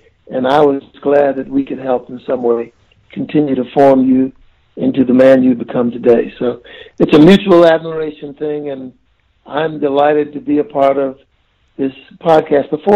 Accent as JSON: {"language": "English", "region": "South Carolina", "country": "United States", "tie": "born there", "said": "First of all, I was born in Charleston County, South Carolina"}